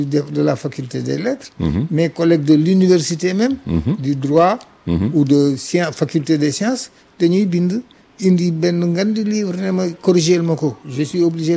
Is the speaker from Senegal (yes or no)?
yes; Saint-Louis, Senegal; Je suis originaire du Fouta Toro, et plus précisément du département de Podor. Je ne suis pas natif de Podorville.